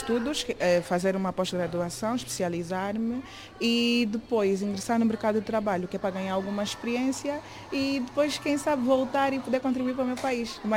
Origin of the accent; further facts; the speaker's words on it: Luanda, Angola; moved away as an adult; now in Braga, Portugal; tenho 23 anos e venho de Angola, Luanda.